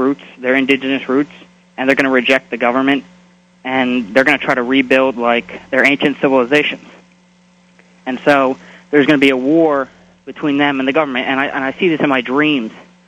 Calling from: New Jersey, United States; from New Jersey.

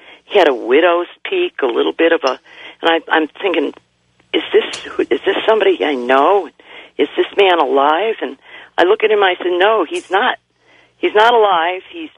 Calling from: Manchester, Connecticut, United States; I'm from Manchester, Connecticut. Yeah. Now, I'm 64 and a half.

